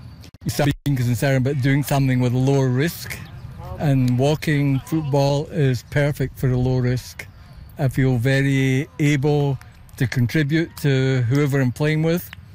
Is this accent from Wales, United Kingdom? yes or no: no; Glasgow, Scotland, United Kingdom; now in Toronto, Canada; Originally from Glasgow.